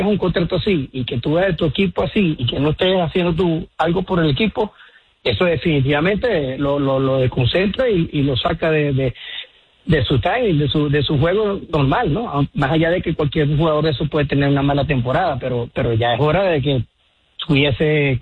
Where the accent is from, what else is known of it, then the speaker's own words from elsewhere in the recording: Venezuela; Hey, Luis, soy yanquista de corazón, pero también soy venezolano